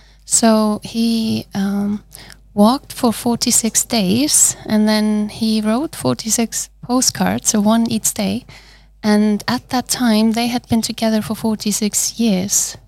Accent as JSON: {"language": "English", "country": "Iceland", "said": "I'm from Iceland, as we have established."}